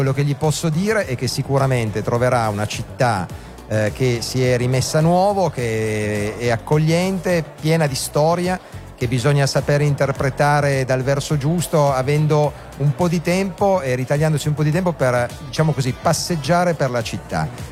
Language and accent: Italian; Turin, Piedmont, Italy; da torinese oltre che da sindaco